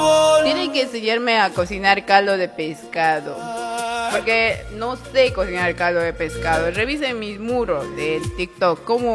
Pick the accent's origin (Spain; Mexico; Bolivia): Bolivia; Oruro; moved away